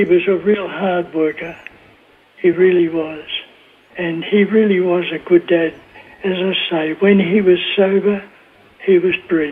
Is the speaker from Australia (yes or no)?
yes; Albury, New South Wales, Australia; I was born in the Albury Base Hospital. Albury, that's on the Murray River.